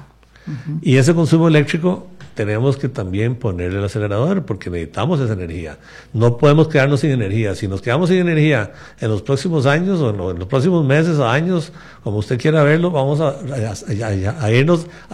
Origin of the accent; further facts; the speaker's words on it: Costa Rica; ¿En qué estamos nosotros los costarricenses?